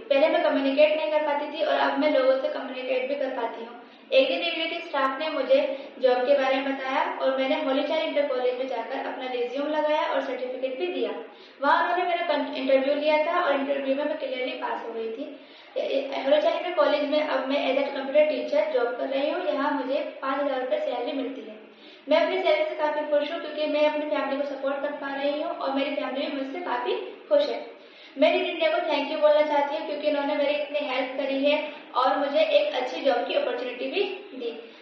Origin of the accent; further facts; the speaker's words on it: Rampur, Uttar Pradesh, India; मैं PWD colony Madhubani टोला रामपुर उत्तर प्रदेश की रहने वाली हूँ।